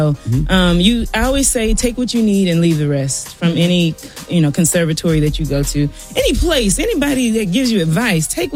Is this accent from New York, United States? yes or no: no; South Carolina, United States; she looked in the playbill and saw that I was from South Carolina.